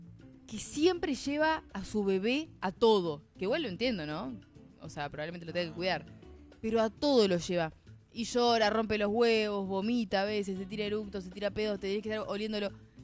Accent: Neuquén, Argentina; moved away as an adult; now in Buenos Aires, Argentina; estudio abogacía en la UBA, tengo un perro, soy de Neuquén. Sí. Me mudé acá a Buenos Aires para estudiar abogacía

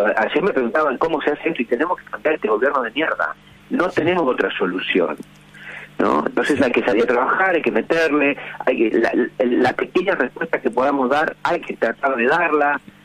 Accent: Buenos Aires Province, Argentina

